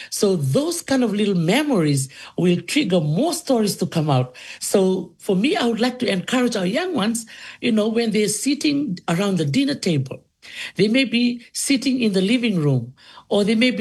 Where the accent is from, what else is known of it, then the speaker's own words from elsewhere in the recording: Naitasiri Province, Central Division, Fiji; also born or lived in Kadavu; my life growing up as a young girl in Dholisuva village in the province of Netasiri. That's where I was raised. Even though I'm originally from Kandavu